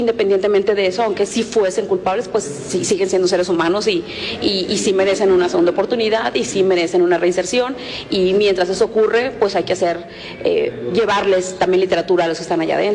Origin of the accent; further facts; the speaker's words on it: Hermosillo, Sonora, Mexico; vengo de Hermosillo, Sonora, en la jornada sonorense